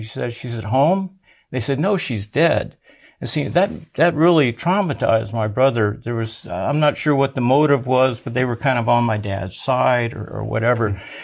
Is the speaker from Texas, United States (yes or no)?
yes; San Antonio, Texas, United States; born there